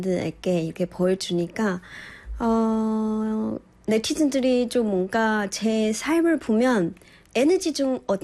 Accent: Guizhou, China; Korean is a second language; moved away as an adult; now in South Korea; 귀주성, 저희 고향은 귀주성이고, 네. 제가 소수민족 묘족이에요.

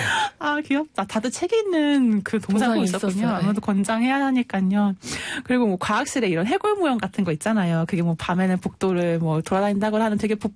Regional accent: South Korea; 한국인으로서 저승사자는 좀 다른 면이 있어요.

